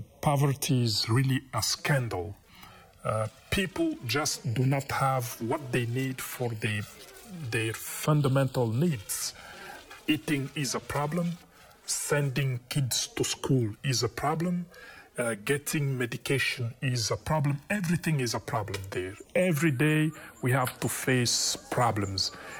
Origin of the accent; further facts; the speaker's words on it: DR Congo; moved away as an adult; also born or lived in Taiwan; I am from the Congo